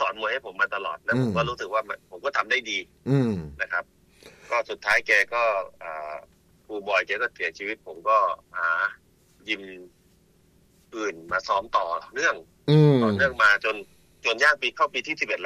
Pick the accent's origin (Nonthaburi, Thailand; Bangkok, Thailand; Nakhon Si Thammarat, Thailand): Nakhon Si Thammarat, Thailand; now in Pathum Thani, Thailand; ่เป็นคนจังหวัดนครธรรมราชครับ